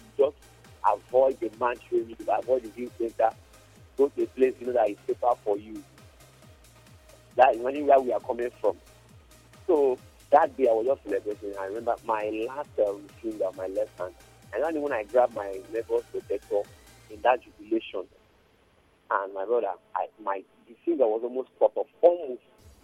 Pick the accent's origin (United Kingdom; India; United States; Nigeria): Nigeria; Port Harcourt, Rivers; so I grew up in Diobu.